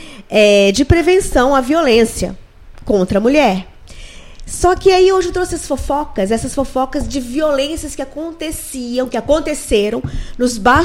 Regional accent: Brazil; que somos brasileiros

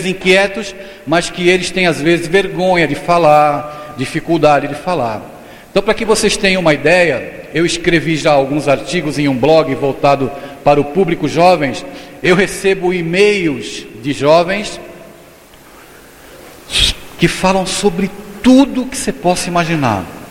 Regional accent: Guarujá, São Paulo, Brazil; lá da minha cidade, no Guarujá, no litoral. Uma cidade linda, vocês estão convidados a conhecer, porque tem praias belíssimas lá, né? Muita praia no Guarujá, ali do lado de Santos.

